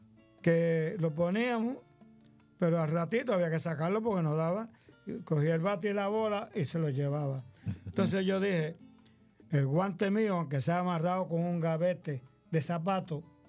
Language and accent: Spanish; Bayamón, Puerto Rico; Yo soy de Bayamón.